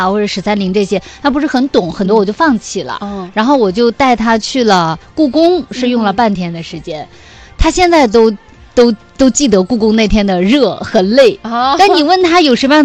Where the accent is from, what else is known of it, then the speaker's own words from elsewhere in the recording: China; 我们中国人